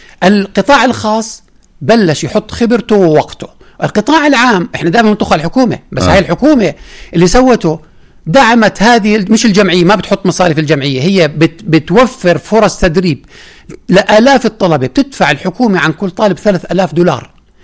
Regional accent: Jordan; الانطباع العام عندنا كأردنيين

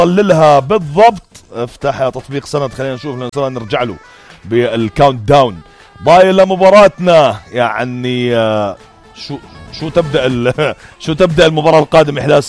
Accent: Jordan; اللي موجودة عندنا بالأردن، وإشي بنعتز فيه من بداية تأسيس دولة الأردن من زمان وإحنا صغار بالتسعينات والثمانينات

